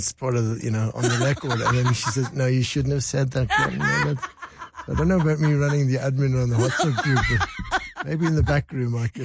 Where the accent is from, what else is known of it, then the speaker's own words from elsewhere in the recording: South Africa; So South Africa is home. It's home for me and my family. And it's been very good to me. And I'm absolutely a South African bear.